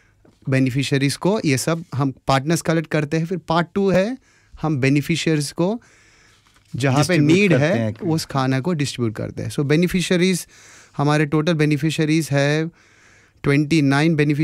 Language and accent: Hindi; South India, India; Hindi is a second language; Obviously apologies for my Hindi as well, क्योंकि आपको सबको पता है कि मैं साउथ से बिलोंग करता हूँ.